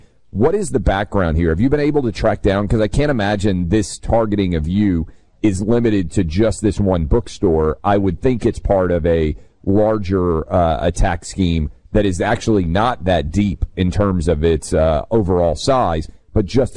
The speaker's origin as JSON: {"language": "English", "town": "Nashville", "region": "Tennessee", "country": "United States", "tie": "born or raised there", "said": "I hate when this happens anywhere, particularly my hometown of Nashville."}